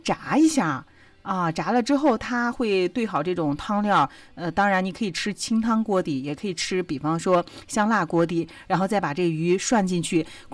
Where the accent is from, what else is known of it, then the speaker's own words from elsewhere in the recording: Xingtai, Hebei, China; 其实我是南方人，但是我从小是在我们邢台长大的